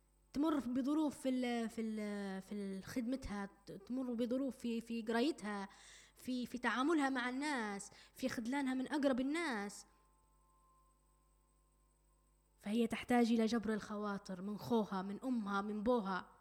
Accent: Libya; احنا كليبيين هيك تربينا، هيك تربينا.

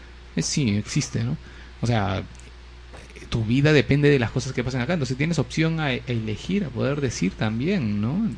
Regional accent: Peru; Y yo también soy peruano en ese aspecto

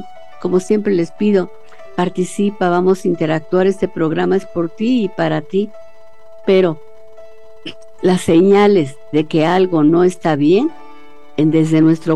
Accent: Mexico; Pero como mexicanos también, mucho muy difíciles.

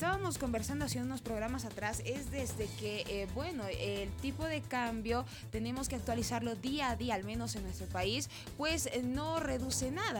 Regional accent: Bolivia; a nosotros como población boliviana

